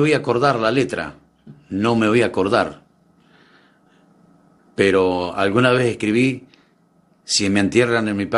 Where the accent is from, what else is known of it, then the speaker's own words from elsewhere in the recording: General Villegas, Buenos Aires Province, Argentina; moved away; acá en el Hospital Municipal de General Villegas, en mi pueblo.